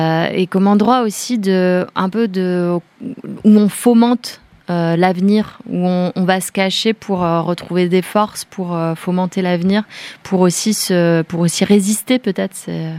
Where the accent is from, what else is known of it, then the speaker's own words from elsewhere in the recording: Bourgogne-Franche-Comté, France; Nous, on vient de là, c'est le Haut-Jura, nous, on vient du Jura.